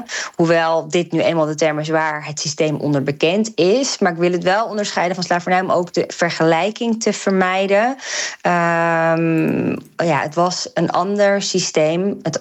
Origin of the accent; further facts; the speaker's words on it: Netherlands; de multiculturele identiteit die we hebben als Nederlanders